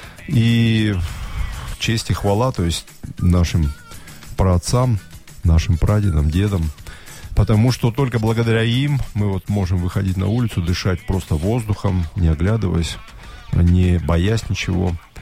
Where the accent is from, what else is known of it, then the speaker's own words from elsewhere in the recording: Ovsyanka, Krasnoyarsk Krai, Russia; И я вырос в Овсянке.